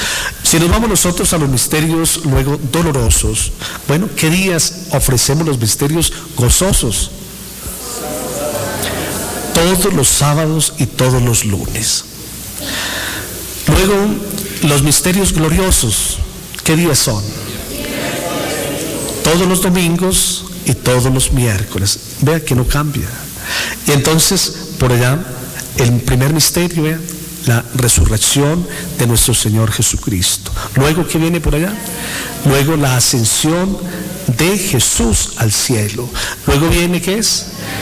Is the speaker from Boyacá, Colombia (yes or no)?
yes; Boyacá, Colombia; nosotros también como pueblo cocaitense, o pueblo boyacense, o como colombianos, y además como buenos latinoamericanos